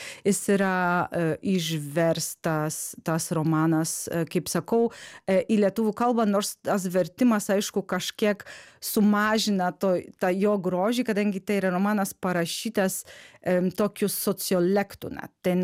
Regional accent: Poland; now in Lithuania; aš esu iš Lenkijos

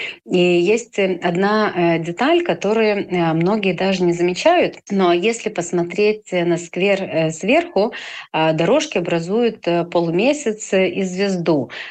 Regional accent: Nemėžis, Vilnius County, Lithuania; now in Grigiškės, Lithuania; мы являемся литовскими татарами, которых привез князь Витутас более чем 600 лет назад в Литву. И вот так же, как поселил татар в Немеже, мы сами из Немежа, Вильнюсского района

